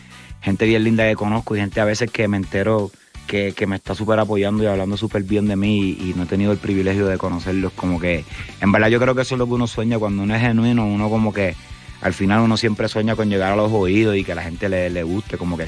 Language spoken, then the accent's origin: Spanish; Puerto Rico; yo soy de Puerto Rico y amo el reggaetón